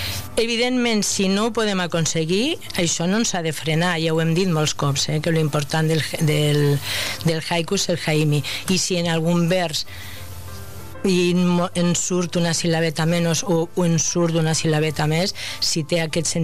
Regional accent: Castile, Spain; jo sóc castellana i adoro el castellà

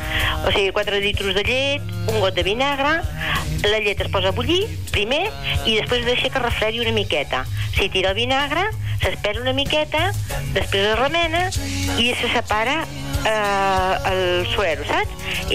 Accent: Peralada, Catalonia, Spain; soc de Peralada, jo.

